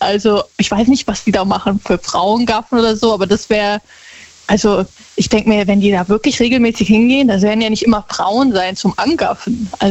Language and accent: German; Montabaur, Rhineland-Palatinate, Germany; Montabaur.